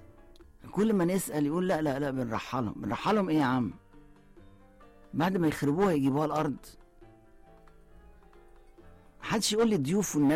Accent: Egypt

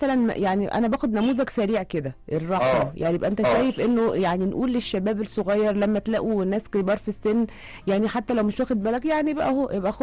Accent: Egypt

